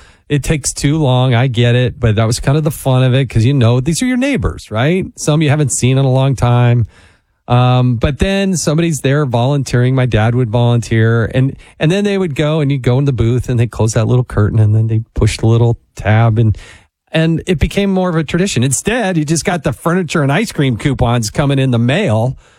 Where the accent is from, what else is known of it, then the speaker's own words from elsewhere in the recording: Utah, United States; They're on KNRS, kind of my hometown station there in Utah.